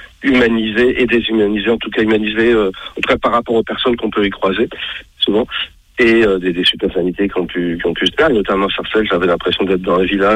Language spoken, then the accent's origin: French; Sarcelles, Île-de-France, France; Oui, j'ai vécu, j'ai grandi, je suis né à Sarcelles, dans les HLM.